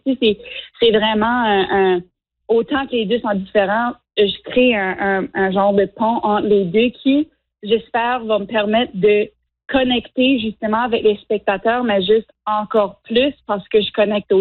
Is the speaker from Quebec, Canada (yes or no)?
no; Chéticamp, Nova Scotia, Canada; first language French; moved away as an adult; now in Moncton, Canada; j'ai grandi à Sitka en Nouvelle-Écosse, hein. Ça fait nous autres, tu sais, le français, la francophonie a été beaucoup, beaucoup assimilée.